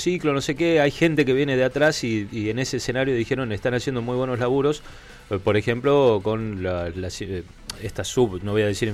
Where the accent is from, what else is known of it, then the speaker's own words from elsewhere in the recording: Argentina; a uno como argentino